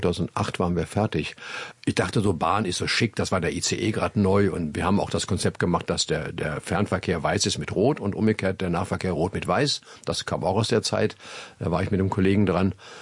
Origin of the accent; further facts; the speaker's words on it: Stadthagen, Lower Saxony, Germany; wo ich geboren bin in Stadthagen bei Hannover